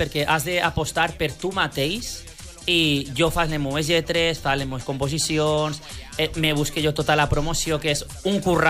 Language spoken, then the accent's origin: Catalan; Valencia, Valencian Community, Spain; la meva terra, jo soc de València